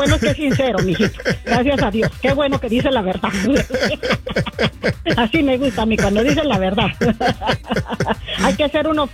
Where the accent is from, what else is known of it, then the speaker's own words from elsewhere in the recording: Guatemala; now in United States; nosotros somos chapines